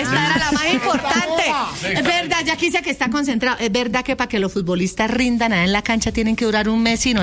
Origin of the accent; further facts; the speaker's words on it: Santander, Colombia; Soy santandereana, ojo con lo que va a decir.